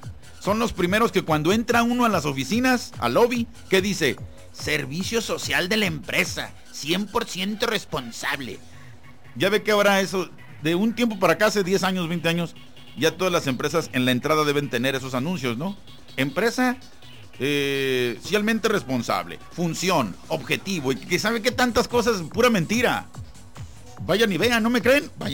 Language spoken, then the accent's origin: Spanish; Mexico; Oiga, pero yo quiero seguir yendo a mi tierra, que es México.